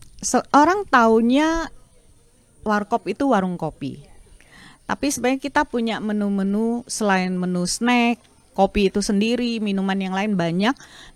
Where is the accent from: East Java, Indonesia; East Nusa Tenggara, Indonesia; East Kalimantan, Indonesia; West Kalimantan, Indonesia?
West Kalimantan, Indonesia; Sanggau; moved away; also born or lived in Jakarta; kita orang Sanggau